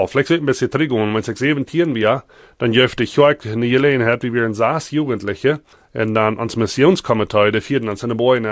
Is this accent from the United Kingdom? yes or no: no; Sommerfeld, Chihuahua, Mexico; Ja, ich war ein bisschen vertellen, wo ich herkomme. Mein Grund ist Sommerfeld.